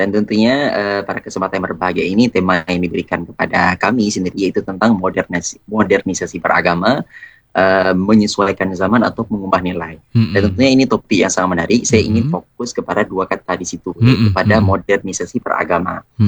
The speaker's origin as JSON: {"language": "Indonesian", "region": "Aceh", "country": "Indonesia", "said": "saya sendiri adalah berasal dari Dewantara, Gurung Kukuh, Aceh Utara, dan tentunya kegiatan sehari-hari saya masih di lingkungan daerah"}